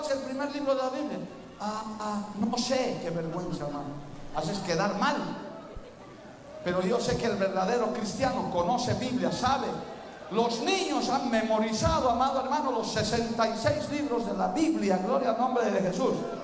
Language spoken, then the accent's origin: Spanish; Bolivia